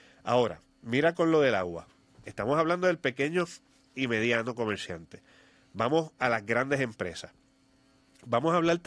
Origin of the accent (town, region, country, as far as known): Puerto Rico